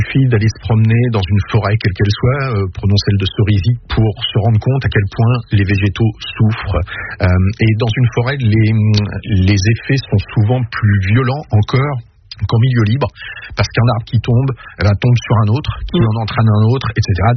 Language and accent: French; Normandy, France; Alors évidemment, on est normand, on va prendre un bouquin de Maupassant ou un bouquin de Flaubert, hein.